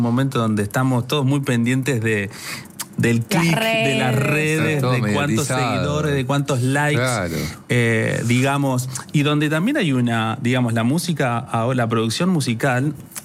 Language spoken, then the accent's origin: Spanish; Argentina